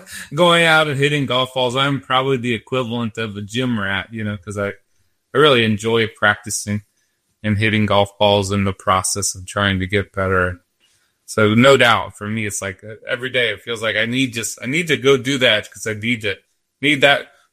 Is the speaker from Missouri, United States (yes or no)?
yes; St. Louis, Missouri, United States; moved away as an adult; I grew up in St. Louis and spent the first 42 years of my life.